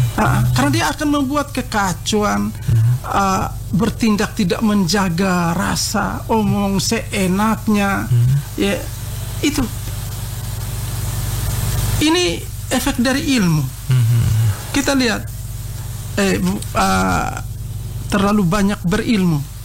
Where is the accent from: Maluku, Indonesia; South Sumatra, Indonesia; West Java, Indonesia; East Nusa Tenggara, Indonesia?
East Nusa Tenggara, Indonesia; Tapi kita mencintai budaya kita sehingga kita mempunyai jati diri kita sebagai orang Ende Lio.